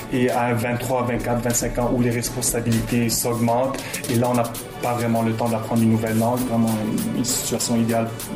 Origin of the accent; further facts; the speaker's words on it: Montreal, Quebec, Canada; born there; Je suis né ici à Montréal. Je pense que le français et l'anglais, ça fait partie de ma vie quotidienne, que ce soit avec le travail ou avec les amis.